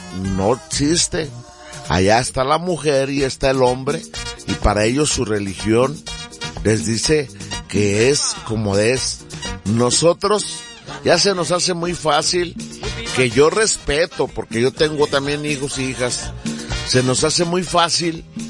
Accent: Mexico

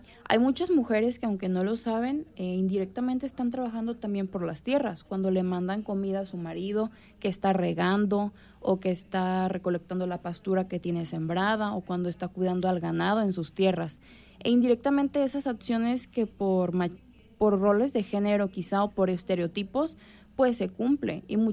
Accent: Mexico; nosotras las que estamos aquí podemos decir que somos personas, que somos seres humanos, que somos mexicanos.

